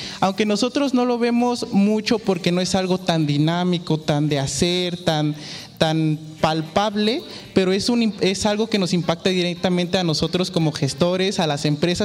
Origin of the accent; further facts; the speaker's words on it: Xalapa, Veracruz, Mexico; Soy de aquí, de Jalapa, ¿sí? Orgullosamente jalapeño.